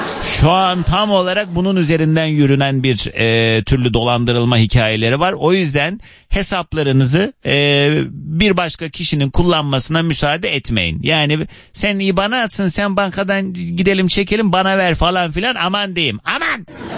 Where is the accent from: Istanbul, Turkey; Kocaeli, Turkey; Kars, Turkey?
Kars, Turkey; Kars'ın neyi var canım memleketim?